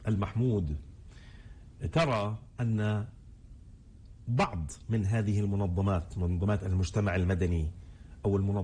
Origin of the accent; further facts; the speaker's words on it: Palestine; نحن كمجتمع فلسطيني